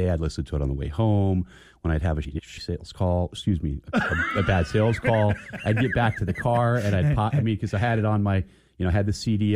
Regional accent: Alaska, United States; also born or lived in Phoenix / Spokane; We didn't move to Anchorage first, but we moved to Alaska in 1976. Mm-hmm. So I grew up in Alaska pretty much.

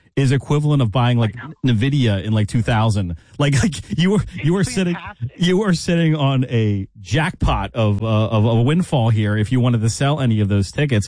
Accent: Easton, Pennsylvania, United States; now in Bethlehem, United States; I will always say Bethlehem, even though I'm originally from Easton. I will always say Bethlehem because I live downtown. I still live in the township.

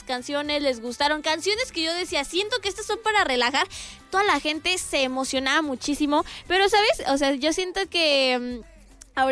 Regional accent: León, Guanajuato, Mexico; Yo soy de aquí de León, Guanajuato. Sí, soy de aquí de León, Guanajuato, semifinalista de La Voz Kids. Y pues obviamente, orgullosamente leonesa.

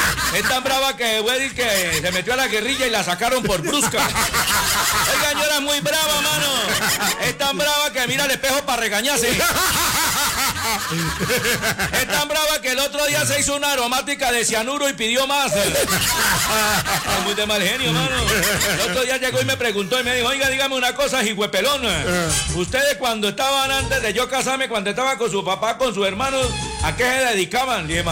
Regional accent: Vélez, Santander, Colombia; Yo soy de Vélez, Santander.

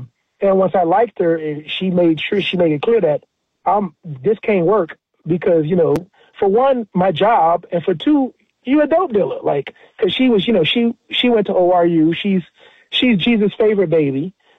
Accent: Miami, Florida, United States; born there; So I was I'm Haitian descendant. Both my parents are Haitian. I was born in Miami, Florida.

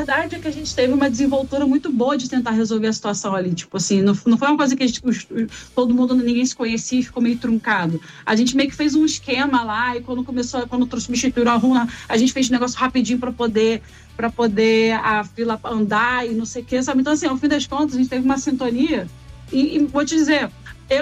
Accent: São Gonçalo, Rio de Janeiro, Brazil; born there; moved away as an adult; now in Botafogo, Rio de Janeiro, Brazil; Eu nasci em São Gonçalo. Em 2014, vim morar em Botafogo, quando passei pro concurso.

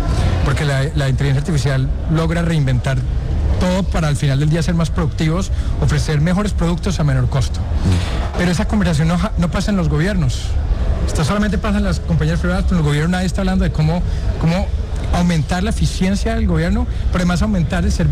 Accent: Colombia; pero yo soy colombiano, entonces mi corazón está en Colombia

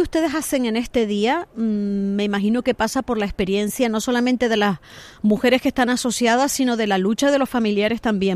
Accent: Canary Islands, Spain; No soy votante de Coalición Canaria, pero soy canaria y las instituciones se merecen un respeto.

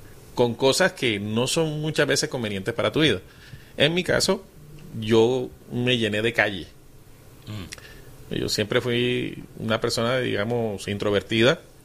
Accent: Barranquilla, Atlántico, Colombia; Soy de Barranquilla

